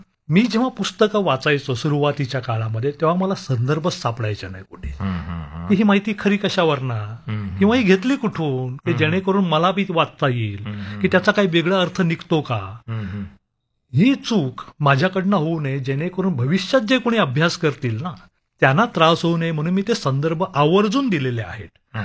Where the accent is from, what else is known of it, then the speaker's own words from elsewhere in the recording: Mumbai, Maharashtra, India; मुंबईला मी माझी sir I समजतो, दुसरी आई जन्म देणारी असतेच, हिने मला वाढवलं. पालनपोषण हे शहराने केलंय माझं.